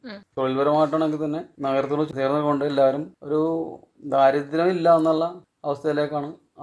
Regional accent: Kochi, Kerala, India; ബോൾഗാട്ടി സ്വദേശിയാണ്. ഞങ്ങളുടെ കാരണന്മാരായിട്ട് ഇവിടെ തന്നെ ജനിച്ചു നോക്കാറ്. മുളവാട് പഞ്ചായത്ത് എന്നുള്ള തെക്കേ അറ്റത്ത് ബോൾഗാട്ടി

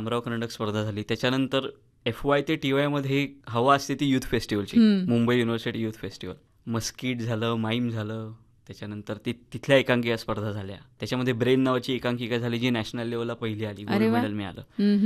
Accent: Ratnagiri, Maharashtra, India; moved away as an adult; त्यामुळे सगळं पहिली 25 वर्ष रत्नागिरीतच गेले.

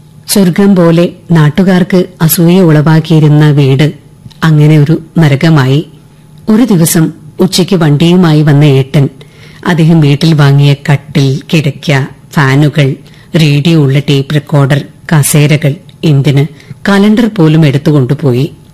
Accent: Kanhangad, Kerala, India; കാഞ്ഞങ്ങാട് ചെമ്മട്ടം വയൽ എന്ന സുന്ദര ഗ്രാമത്തിലാണ് ഞാൻ ജനിച്ചു വളർന്നത്.

